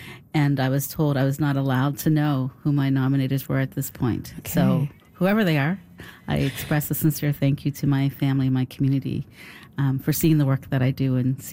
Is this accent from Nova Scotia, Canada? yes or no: yes; Beechville, Nova Scotia, Canada; it's always very important for me to ground myself in my historical African Nova Scotian community. So I was born and raised in Beechville. My dad is from Beechville